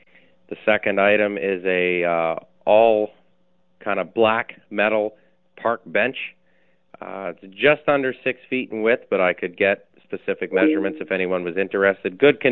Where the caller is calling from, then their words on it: Portage la Prairie, Manitoba, Canada; Porter's the Prairie.